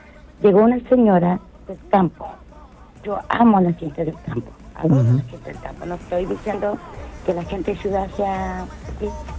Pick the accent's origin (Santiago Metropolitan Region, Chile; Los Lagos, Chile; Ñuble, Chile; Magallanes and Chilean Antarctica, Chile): Magallanes and Chilean Antarctica, Chile; Punta Arenas; Imagínate, yo vengo de Punta Arenas, ¿con qué mentalidad vengo? Cuando la gente del sur es muy bondadosa.